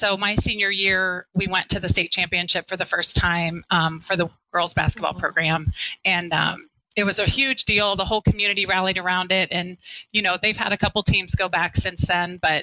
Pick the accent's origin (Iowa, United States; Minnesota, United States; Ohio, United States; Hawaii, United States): Ohio, United States; Mason; born there; also born or lived in Sidney, Ohio / Piqua, Ohio / Columbus, Ohio / Chicago; And about third grade, we moved to Mason, Ohio, which is close to Cincinnati. And that's really what I consider where I grew up, in kind of my hometown. But I graduated from Mason High School